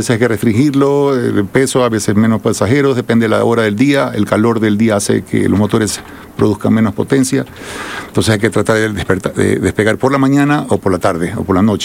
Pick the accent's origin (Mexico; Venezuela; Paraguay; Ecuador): Ecuador; Cuenca, Azuay; also born or lived in Guayaquil; soy cuencano también, soy mitad cuencano, mitad guayaquileño. Entonces, me quiero a las dos ciudades